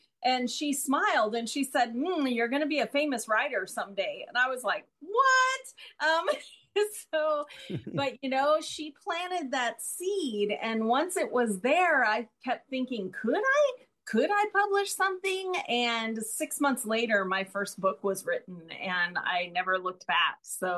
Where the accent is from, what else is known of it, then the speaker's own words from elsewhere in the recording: San Diego, California, United States; moved away; I was from San Diego. I lived in San Diego